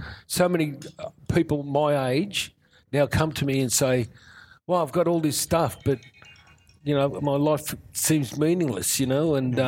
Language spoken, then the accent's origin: English; Australia; It's still really tough being an Australian musician.